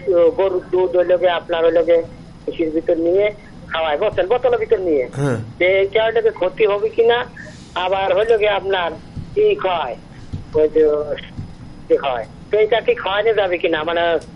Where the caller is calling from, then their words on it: Pangsha, Dhaka Division, Bangladesh; Barkhola পাংশ।